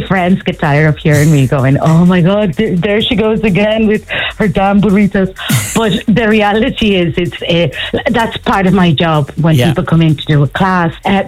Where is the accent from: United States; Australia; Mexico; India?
Mexico; Monterrey, Nuevo León; now in Dublin, Ireland; I'm from the northeast of Mexico, from a city called Monterrey. We're about 2.5 hours drive from the border with Texas. So it's very dry, very, very hot.